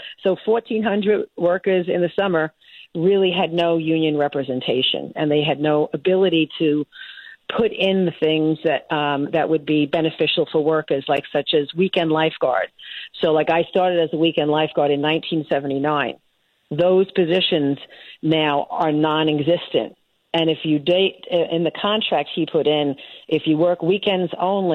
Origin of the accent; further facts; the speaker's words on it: Brooklyn, New York, United States; I grew up in Brooklyn, and, you know, I didn't take any nonsense from anyone.